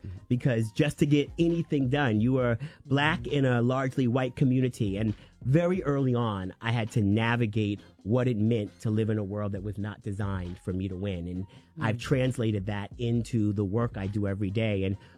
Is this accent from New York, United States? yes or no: yes; New York, United States; I grew up on Eastern Long Island